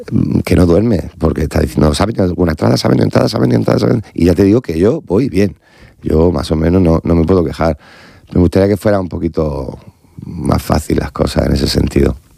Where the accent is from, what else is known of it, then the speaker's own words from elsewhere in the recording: San Ginés, Spain; Yo soy feliz cantando en el Wizzing Center o en la plaza de mi pueblo de San Ginés, sinceramente.